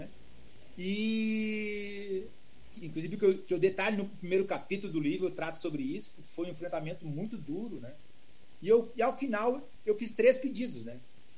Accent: Porto Alegre, Rio Grande do Sul, Brazil; moved away as an adult; now in Pernambuco/Bahia sertão, Brazil; Eu sou gaúcho, né, de Porto Alegre, mas eu estou aqui há 17 anos no sertão, né, no sertão de Pernambuco, Bahia, na Universidade Federal do Vale de São Francisco.

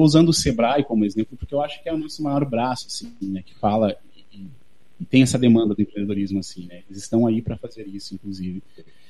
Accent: Rio Grande do Sul, Brazil; nós somos aqui do Sul

